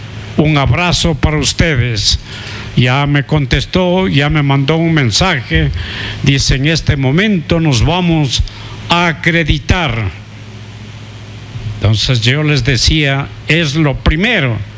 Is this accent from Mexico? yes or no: no; Ecuador; todos estamos con la Tri, como buenos ecuatorianos.